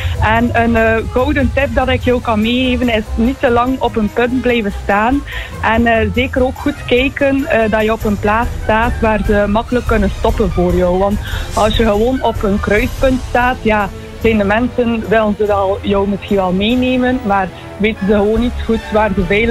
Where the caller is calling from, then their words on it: Kortrijk, Flanders, Belgium; Wel, ik ben van Kortrijk